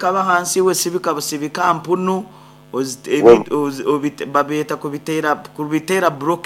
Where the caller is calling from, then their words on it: Kampala, Central Region, Uganda; I'm tuning from Abukoto Nakawa Kampala